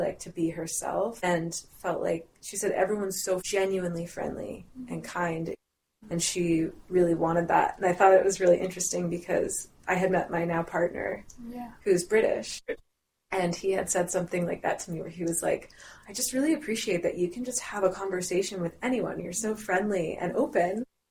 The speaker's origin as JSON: {"language": "English", "country": "United States", "tie": "born there", "accent": "slightly French (in childhood)"}